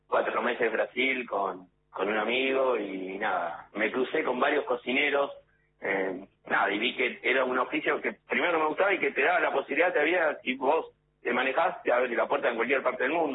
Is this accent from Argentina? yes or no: yes; General Rodríguez, Buenos Aires Province, Argentina; yo me crié en General Rodríguez, provincia de Buenos Aires, y ella en San Isidro.